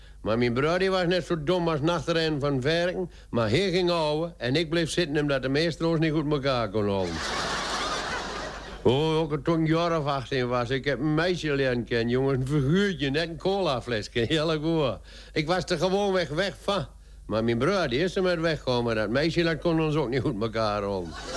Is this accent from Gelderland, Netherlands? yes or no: yes; Borculo, Gelderland, Netherlands; born there; Waar ik geboren ben, dat moet jullie wat weten. In Borkelo